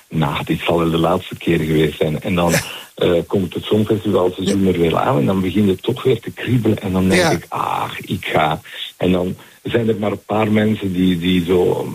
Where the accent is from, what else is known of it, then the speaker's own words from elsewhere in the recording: Belgium; als Belgen